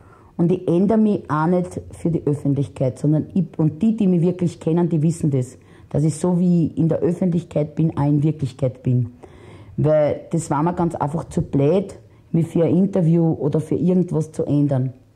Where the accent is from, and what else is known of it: Vienna, Austria; born or raised there